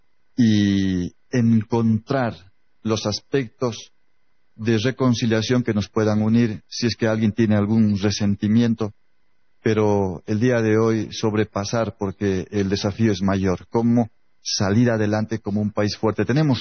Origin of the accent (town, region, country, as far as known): Bolivia